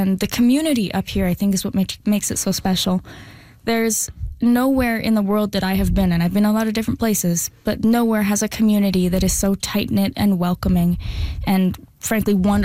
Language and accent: English; Calgary, Alberta, Canada; I grew up in Calgary